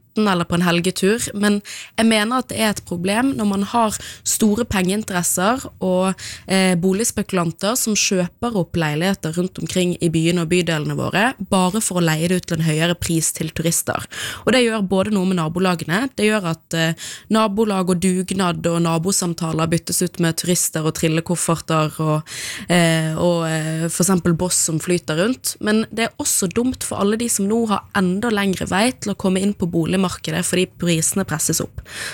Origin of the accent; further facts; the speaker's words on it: Bergen, Vestland, Norway; Og jeg er selv fra Bergen sentrum